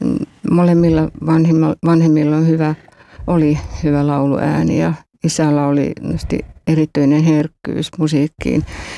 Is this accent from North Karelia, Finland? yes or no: yes; Joensuu, North Karelia, Finland; also born or lived in Eno; Mä itse synnyin Enossa. No niin. Isäni toimi luotsina siellä Ahvenisella. Joo. Ja mä olin vajaa 6-vuotias, kun muutettiin sitten Joensuuhun.